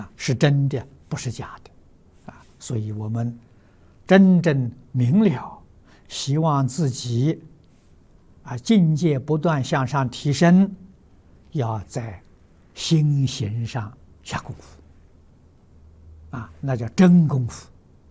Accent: China

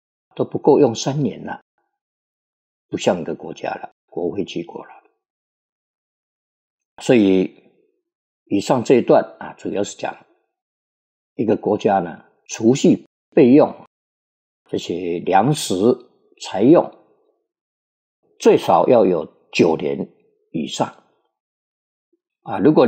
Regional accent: China; 我们中国人

